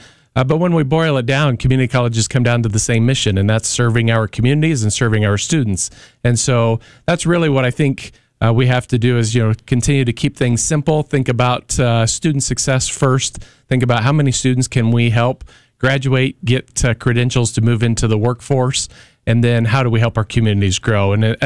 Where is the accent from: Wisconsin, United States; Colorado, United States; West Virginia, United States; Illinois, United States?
Illinois, United States; Farmington; just an hour and a half from where I grew up in Farmington, Illinois.